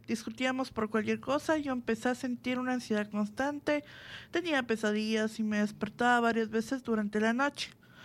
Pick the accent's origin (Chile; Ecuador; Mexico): Ecuador; Guayaquil, Guayas; now in Brisbane, Australia; Llegué a Brisbane en 2016 y conocí a la que sería mi esposa en una fiesta de ecuatorianos.